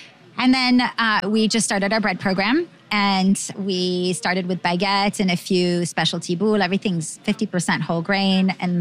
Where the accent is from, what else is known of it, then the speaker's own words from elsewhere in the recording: Paris, Île-de-France, France; moved away; growing up in Paris, like, it's your go-to snack unless you're eating bread and chocolate, which is really my religion.